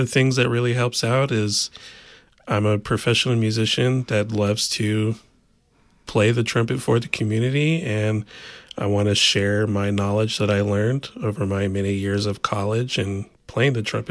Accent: Georgia, United States; moved away as an adult; also born or lived in West Texas; I'm from Georgia originally, but I eventually made my way over to West Texas to do my graduate studies at Texas Tech University.

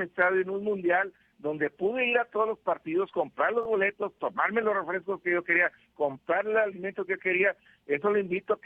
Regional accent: Mexico; somos mexicanos, estamos con la selección y no nos vamos a rajar

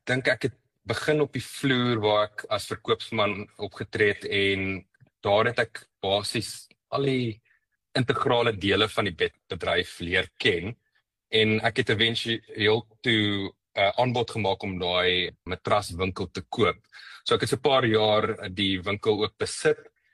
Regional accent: Johannesburg, Gauteng, South Africa; Ek het in Johannesburg groot geword in 'n huis waar werk en dissipline en verantwoordelikheid belangrik was.

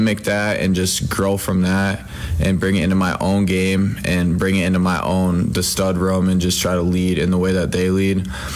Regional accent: Minnesota, United States; it really was a blessing being able to play at my home state and for like a team I grew up watching. My parents went to the University of Minnesota

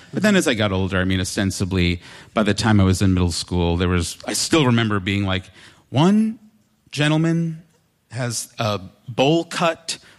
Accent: New York, United States; I grew up on Long Island, which is a very like macho, like coded place.

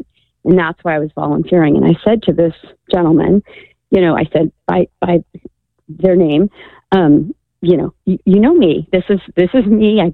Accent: Ireland; I'm Irish. I'm Catholic. I've been Catholic forever.

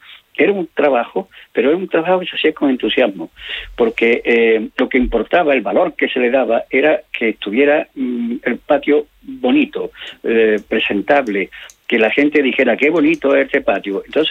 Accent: Córdoba, Andalusia, Spain; Yo me crié en un patio en San Basilio.

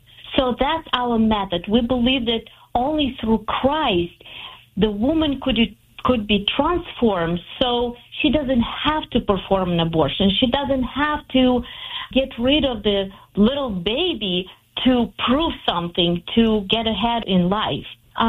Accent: Ukraine; English is a second language; When I went back, I realized that my home country is pretty much women doing abortion as a method of prevention pregnancy.

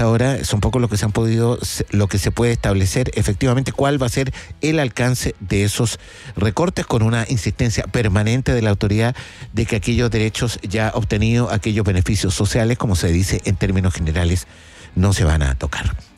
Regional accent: Chile; ¿Somos racistas los chilenos, no?

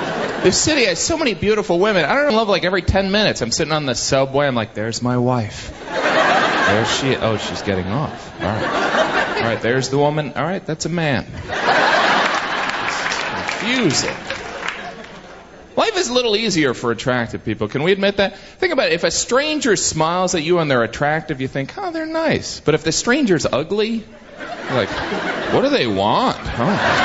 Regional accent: Indiana, United States; There's a different kind of pride where I'm from, you know? It's not like, we're from New York, we're tough, or we're from Texas, we like things big. It's more like, we're from Indiana, and we're gonna move.

